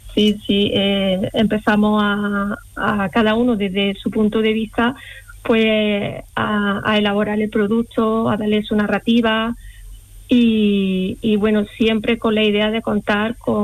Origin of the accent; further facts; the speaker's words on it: Granada, Andalusia, Spain; mi amor a la Alhambra como granadina